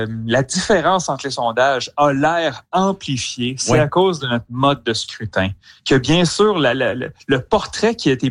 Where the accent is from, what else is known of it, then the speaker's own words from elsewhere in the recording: Quebec City, Quebec, Canada; sachez que j'ai grandi à Québec